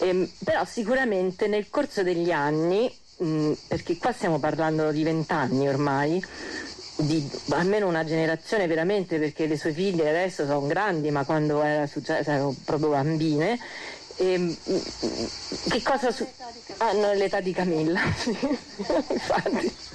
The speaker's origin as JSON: {"language": "Italian", "town": "Rome", "region": "Lazio", "country": "Italy", "moved": "as an adult", "lives_now": "Val di Susa, Italy", "said": "Io in valle vivo da 10 anni, vengo da Roma, forse come un pochino si sente"}